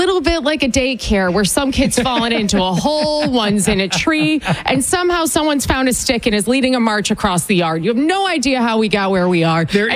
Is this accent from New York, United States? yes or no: yes; Rochester, New York, United States; I grew up in, as I like to say, the rest of New York. I grew up in Rochester, New York.